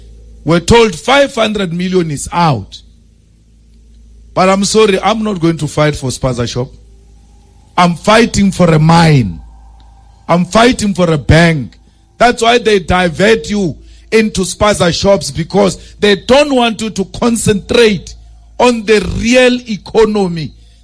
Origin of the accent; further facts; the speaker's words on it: Limpopo, South Africa; Some of us from Limpopo are going to be the biggest victims because we are dark.